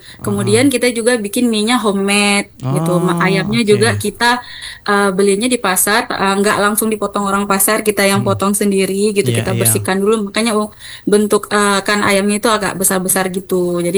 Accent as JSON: {"language": "Indonesian", "region": "Aceh", "country": "Indonesia", "said": "orang kita, orang Aceh suka makan mie kan."}